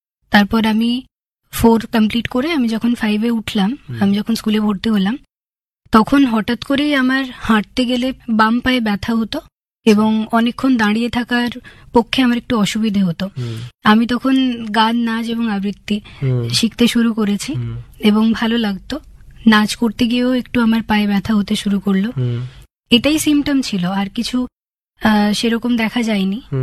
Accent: Kuorda, West Bengal, India; now in Ranisarai, India; আমার বাড়ি পশ্চিম মেদিনীপুর জেলার বেলদা থানার কুয়োরদা গ্রামে। কুয়োরদা অত্যন্ত ছোট্ট একটি গ্রাম এবং সেখান থেকে আমি এখন বর্তমানে রানীসরাইতে থাকি, শুধুমাত্র আমার পড়াশুনো সুবিধার জন্য।

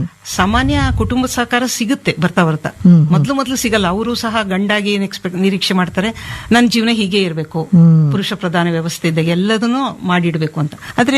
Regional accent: Chitradurga, Karnataka, India; born or raised there; now in Shivamogga, India

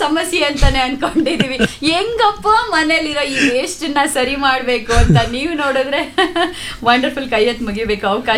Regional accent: Bengaluru, Karnataka, India; ನಾವು ಬೆಂಗಳೂರಿನವರು

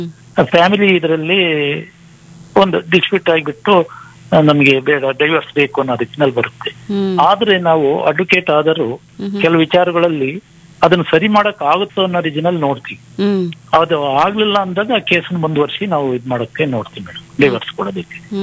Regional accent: Sollapura, Karnataka, India; now in Bengaluru, India; ನಾವು ನಮ್ ನೇಟಿವ್ ಚಿಕ್ಕಮಗಳೂರು ಜಿಲ್ಲೆ ಅಜ್ಜಂಪುರ ತಾಲೂಕು ಸೊಲ್ಲಾಪುರ. ನಾವು ಇಲ್ಲಿ ಬೆಂಗಳೂರಲ್ಲೇ ಬಂದು ಸೆಟ್ಲ್ ಆಗಿದ್ದೀವಿ, 50 ವರ್ಷ ಆಯ್ತು ಬೆಂಗಳೂರಿಗೆ ಬಂದು.

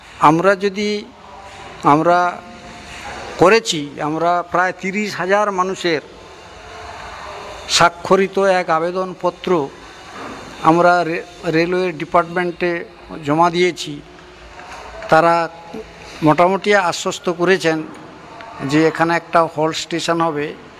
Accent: Jagatpur, West Bengal, India; আমাদের জগৎপুর গ্রামে তিনটে প্রাথমিক বিদ্যালয় আছে।

